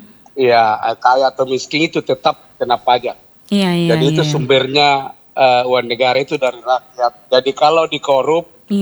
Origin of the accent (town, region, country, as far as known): Makassar, South Sulawesi, Indonesia